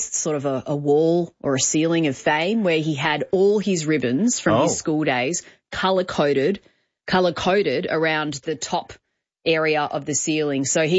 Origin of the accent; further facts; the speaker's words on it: New South Wales, Australia; I grew up in New South Wales, so I didn't grow up with AFL.